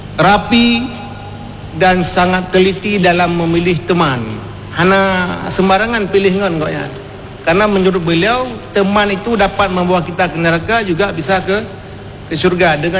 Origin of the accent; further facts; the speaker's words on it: Samalanga, Aceh, Indonesia; kampung saya di Bateli, Samalanga.